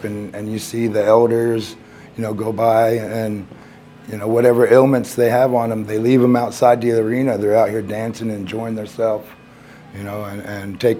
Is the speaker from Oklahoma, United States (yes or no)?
yes; Ponca City, Oklahoma, United States; Originally, I'm from Ponca City.